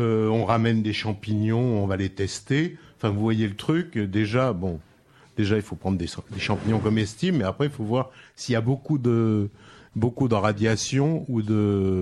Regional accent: France; born there; je suis né en France

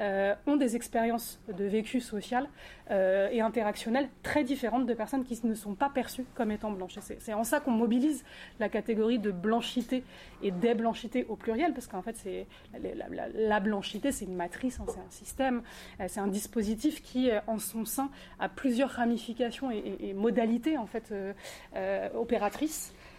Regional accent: France; born there; je suis née en France, c'est-à-dire j'ai pas eu d'adoption transnationale dans un autre pays, etc. Mais en tout cas transraciale parce que j'étais adoptée dans une famille blanche.

